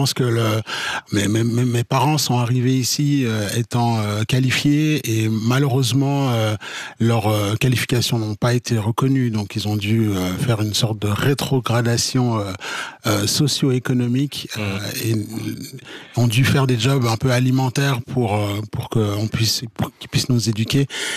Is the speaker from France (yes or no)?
no; Switzerland; Donc non, mes parents sont arrivés en Suisse début des années 80 et moi je suis né en Suisse. Et donc j'ai fait tout mon cursus scolaire, professionnel en Suisse.